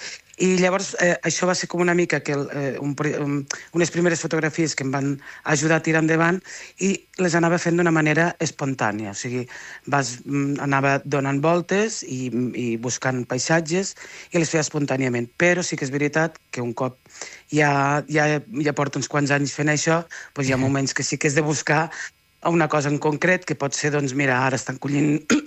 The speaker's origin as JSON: {"language": "Catalan", "region": "Catalonia", "country": "Spain", "tie": "born or raised there"}